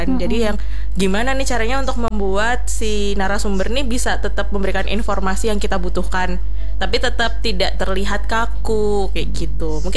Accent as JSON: {"language": "Indonesian", "region": "Java", "country": "Indonesia", "accent": "medok (thick Javanese)", "moved": "yes", "lives_now": "Central Kalimantan, Indonesia", "said": "Karena mungkin logatku terlalu medok"}